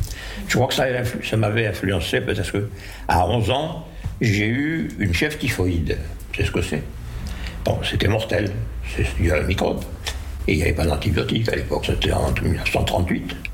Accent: Tlemcen, Tlemcen Province, Algeria; Je suis né en Algérie. J'ai fait une partie de mes études primaires et secondaires en Algérie, qui s'appelle Tlemcen.

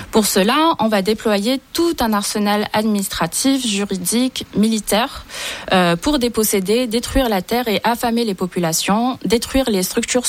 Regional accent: Algeria; moved away as an adult; now in France; je suis algérienne, on a été bercé par cette histoire depuis qu'on est tout petit

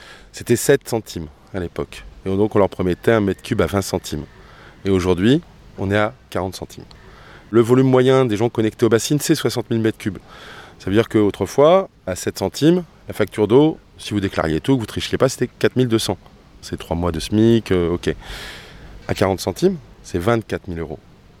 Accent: Beauvais, Hauts-de-France, France; born there; Je suis né à Beauvais, et c'est vrai que pour moi, c'était un des très beaux moments hier.

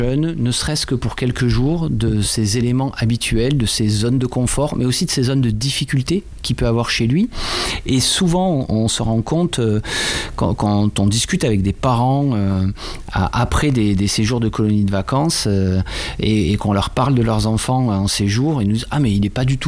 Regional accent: Occitanie, France; moved away as an adult; now in Isère, France; Et je venais du sud de la France, du Gard. J'ai encore un petit bout d'accent pour celles et ceux qui ont l'oreille.

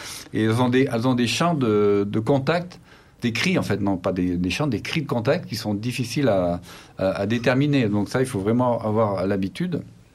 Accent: France; moved away; Je viens des Pyrénées

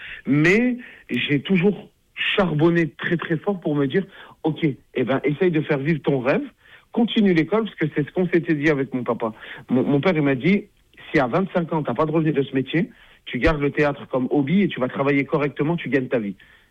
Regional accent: Grenoble, Auvergne-Rhône-Alpes, France; born or raised there

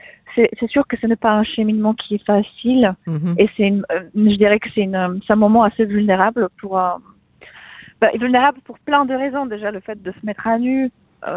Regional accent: Poland; first language Polish; French is a second language; moved away; je ne parle pas dans ma langue d'origine. Parce que je pense que si j'étais en Pologne et que je devais parler de tout ça en polonais, ça serait peut-être un poil plus difficile.

